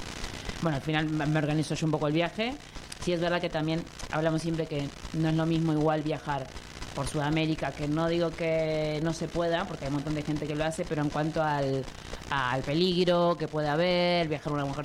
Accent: Buenos Aires Province, Argentina; Yo soy de provincia de Buenos Aires.

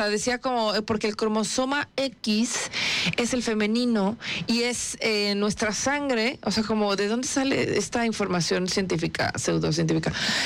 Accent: Mexico; Esa es la mezcla que nosotros traemos adentro como orgullosos mexicanos.

